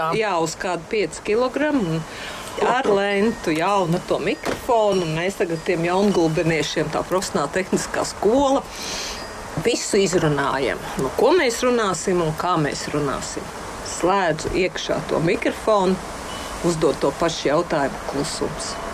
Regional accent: Riga, Latvia; Es nāku no Rīgas centra, mācījos 50. Vidusskolā.

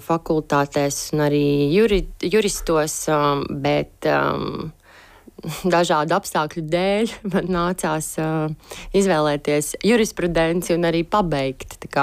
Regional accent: Riga, Latvia; Es esmu izteikts pilsētas bērns bijis un uzaugusi pilnīgā centrā Elizabetes un Brīvības ielas.

